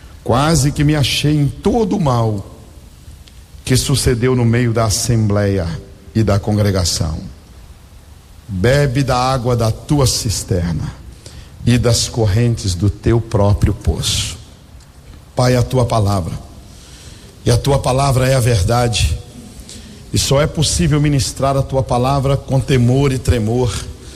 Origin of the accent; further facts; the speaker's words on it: Minas Gerais, Brazil; born there; also born or lived in Belo Horizonte; E um dia meu pai resolveu sair do interior e mudar-se para Belo Horizonte